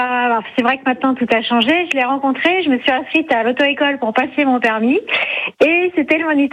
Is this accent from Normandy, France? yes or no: no; Paris, Île-de-France, France; now in Saint-Loup-sur-Aujon, France; moi, je suis parisienne, hein, je suis à Saint-Loup-sur-Aujon, parce qu'on a une maison là, mais là, là-bas, je suis née à Paris.